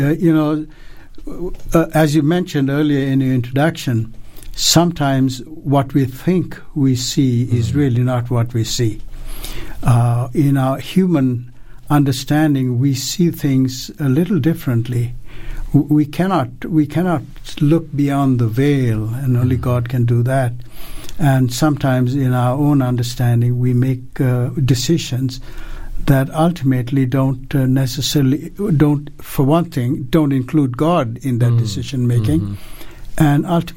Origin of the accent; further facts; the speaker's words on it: Sri Lanka; Well, I'm from Sri Lanka originally.